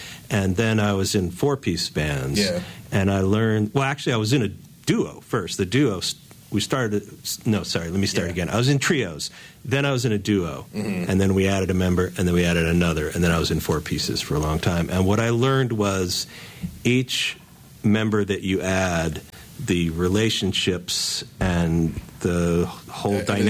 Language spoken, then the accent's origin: English; Los Angeles, California, United States; moved away as an adult; also born or lived in San Francisco / Oakland / Berkeley; now in Durham, United States; I'm from California. All right. I grew up in Los Angeles, and I've spent most of my adult life in San Francisco and Oakland and Berkeley.